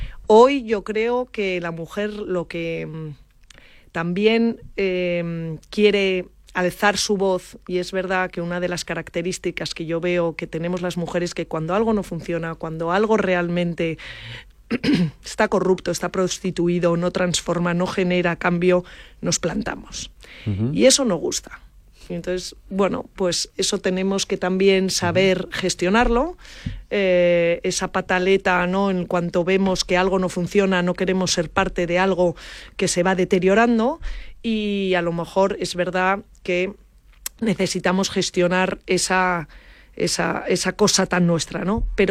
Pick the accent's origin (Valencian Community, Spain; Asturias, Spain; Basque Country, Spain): Asturias, Spain; yo soy asturiana